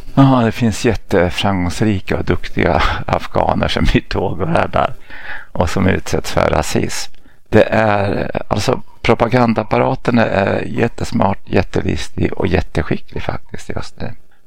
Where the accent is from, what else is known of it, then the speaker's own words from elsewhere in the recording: Jönköping County, Sweden; born there; Så att jag är ju liksom född, och står mitt pass att jag kommer från Nävelsjö, Sverige.